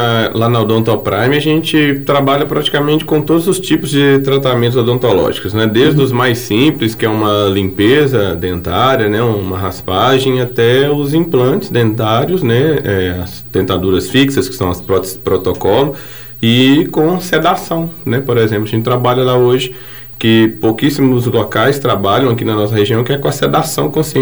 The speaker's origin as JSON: {"language": "Portuguese", "town": "São Gonçalo do Rio Abaixo", "region": "Minas Gerais", "country": "Brazil", "tie": "born or raised there", "said": "eu sou de São Gonçalo do Rio Abaixo. Eu brinco que eu sou nascido, criado, batizado e casado em São Gonçalo, né? Mas assim, tenho raízes aqui também, né?"}